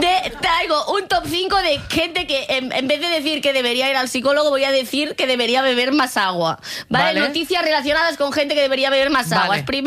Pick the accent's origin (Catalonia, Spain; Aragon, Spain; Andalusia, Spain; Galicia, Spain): Catalonia, Spain; soy catalana, ¿vale?